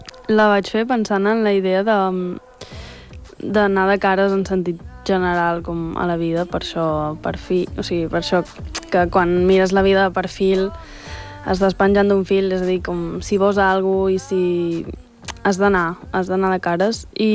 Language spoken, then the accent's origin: Catalan; La Bisbal d'Empordà, Catalonia, Spain; tots som de la Bisbal